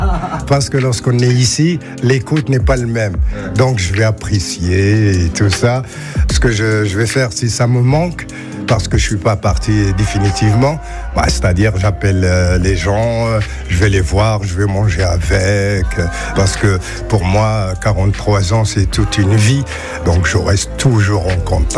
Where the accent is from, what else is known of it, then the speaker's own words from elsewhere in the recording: Morocco; moved away as an adult; now in Lille, France; je viens du sud. En fait, du sud de la Méditerranée, je viens du Maroc.